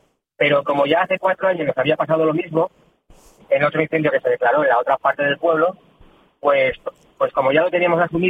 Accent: Azuébar, Valencian Community, Spain; yo soy de aquí de Azóbar

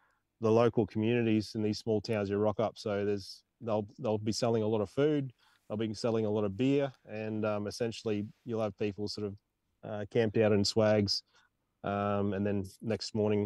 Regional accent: Queensland, Australia; moved away; I'm originally from Queensland, so I spent a lot of time with Damien working and just mucking around up in Queensland when I lived in Brisbane

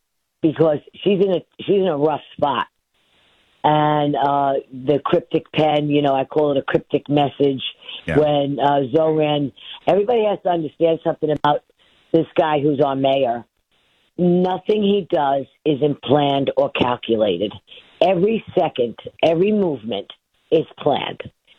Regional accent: Queens, New York, United States; Yes, I am from Queens. I am from the president's borough of Queens. He and I grew up not too far.

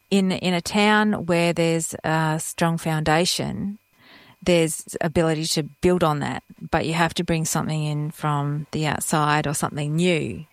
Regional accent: Harvey, Western Australia, Australia; growing up in Harvey was my foundation.

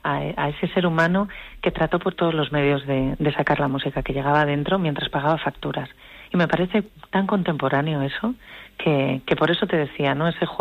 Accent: Santander, Cantabria, Spain; yo soy de Santander

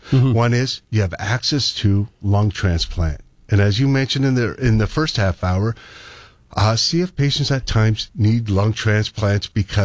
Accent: Leamington, Ontario, Canada; now in Windsor, Canada; And we're from the Windsor area. We actually grew up in Leamington, Ontario.

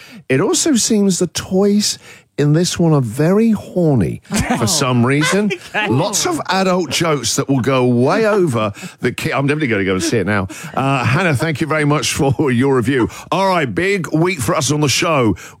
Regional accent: United Kingdom; obviously as a British guy

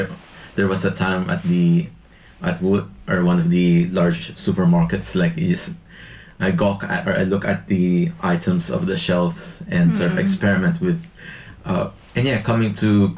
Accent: Manila, Metro Manila, Philippines; now in Tasmania, Australia; One memory to point out is because I'm from Manila, so very urban.

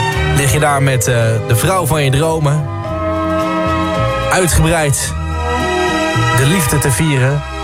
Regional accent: Netherlands; En toch zijn wij Nederlanders het over één ding eens.

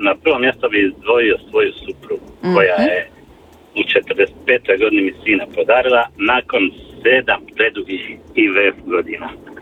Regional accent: Bosnia & Herzegovina; pošto sam rodom iz Bosne, a tamo je, hvala Bogu, dosta rudnika.

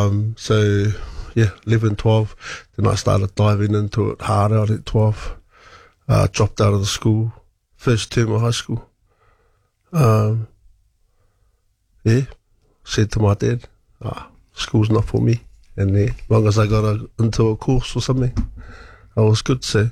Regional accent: Tokoroa, Waikato, New Zealand; I was born and bred in Tokoro.

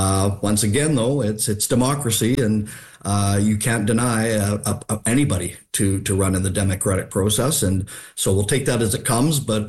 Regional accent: Cranbrook, British Columbia, Canada; I've been a business person in Cranbrook. I've born and raised in Cranbrook. I've got family. I've raised a family.

